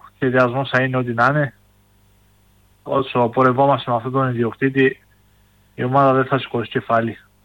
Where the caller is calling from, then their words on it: Drama, Eastern Macedonia and Thrace, Greece; όπως είμαι εγώ από τη Δράμα